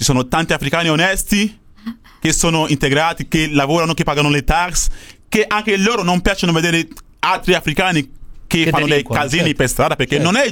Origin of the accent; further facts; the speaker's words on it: Nigeria; Italian is a second language; now in Italy; nel mio paese Nigeria